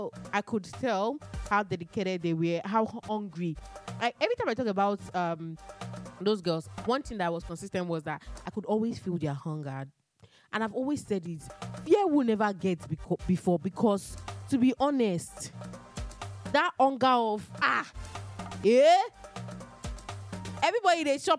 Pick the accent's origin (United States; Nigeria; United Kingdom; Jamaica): Nigeria; I'm Nigerian.